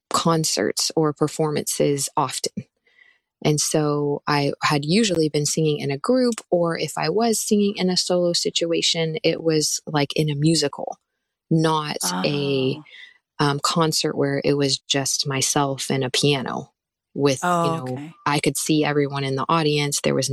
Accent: Leesburg, Florida, United States; born or raised there

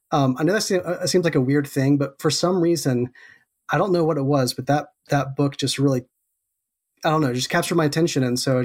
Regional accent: Canton, North Carolina, United States; also born or lived in Athens, Georgia; So I was born in Athens, Georgia. But my parents, when I was quite young, my parents moved to Western North Carolina. And so I grew up in a small town called Canton, which is just outside of Asheville, North Carolina.

